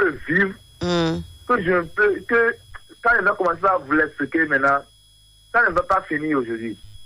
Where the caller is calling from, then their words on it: Benin; J'appelle depuis Yori.